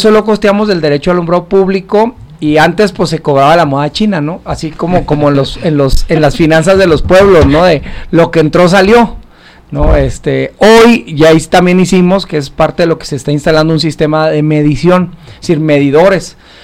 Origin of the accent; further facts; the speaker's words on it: Mexico; Y todos somos mexicanas y mexicanos.